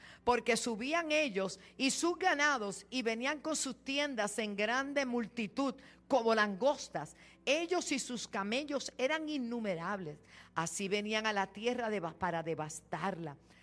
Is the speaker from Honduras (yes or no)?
no; Puerto Rico; tú sabes, yo soy boricua, para que tú lo sepas.